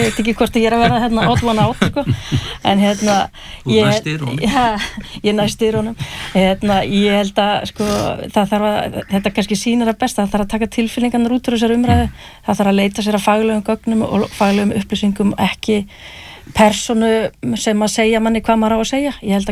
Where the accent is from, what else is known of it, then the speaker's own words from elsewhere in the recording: Hrísey, Northeastern Region, Iceland; ég brólst upp í Hrísu og horfði á sjávarútveginn þar hrynja